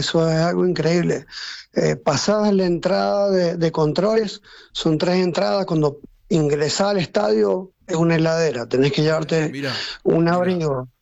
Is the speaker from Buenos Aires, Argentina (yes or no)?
no; Mendoza, Argentina; moved away